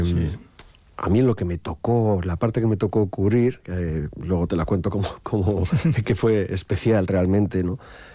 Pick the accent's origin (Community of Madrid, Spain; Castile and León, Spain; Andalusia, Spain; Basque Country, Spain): Basque Country, Spain; Irun; Yo soy de Irún, soy del 67, la misma edad que Miguel Ángel. Mi vida ha sido atravesada por la violencia, la presencia de ETA, ¿no?